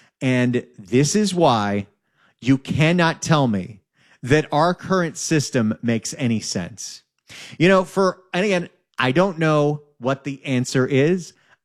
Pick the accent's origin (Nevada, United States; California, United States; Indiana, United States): California, United States; I'm born and raised in California. I was 9 when the Northridge earthquake happened.